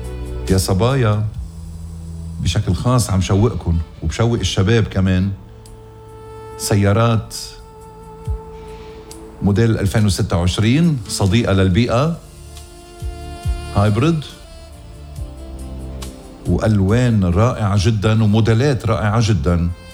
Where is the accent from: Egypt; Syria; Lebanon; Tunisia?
Lebanon; واجب علينا كلبنانية